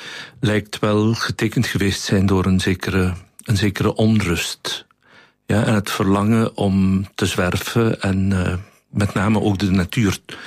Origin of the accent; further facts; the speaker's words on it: Borgloon, Flanders, Belgium; Ik ben uit Borgloon.